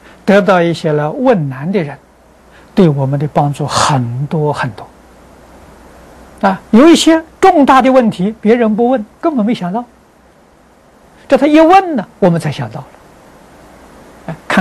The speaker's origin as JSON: {"language": "Chinese", "country": "China", "said": "我们中国人讲虚岁。"}